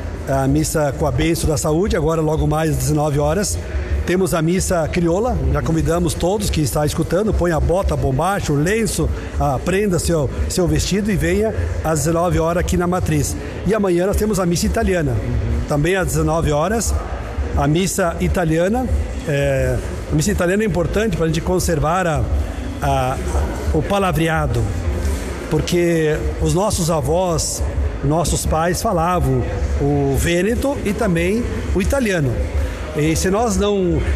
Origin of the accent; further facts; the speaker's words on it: Nova Palma, Rio Grande do Sul, Brazil; born there; moved away; Eu sou natural daqui de Nova Palma e morei, tenho 27 anos de Pado, acho que eu morei 24 fora da quarta colônia.